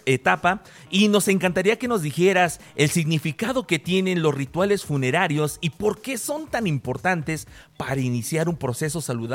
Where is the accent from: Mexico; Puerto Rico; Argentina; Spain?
Mexico; Por usos y costumbres, bueno, pues ya lo traemos arraigados como mexicanos